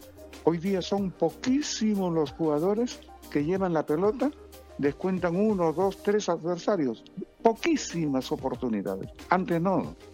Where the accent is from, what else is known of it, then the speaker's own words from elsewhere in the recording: Peru; Pero como vamos así en el Perú, o como estamos en el Perú